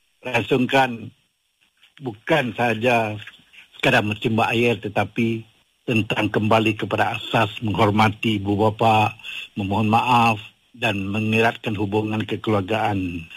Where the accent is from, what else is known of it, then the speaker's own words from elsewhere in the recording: Padang Serai, Kedah, Malaysia; Saya berasal daripada Kampung Alak Madu, Sidam Kiri, Padang Serai, Kedah. Asal usul saya adalah daripada Kampung Nakal, Padang Terap, Kedah.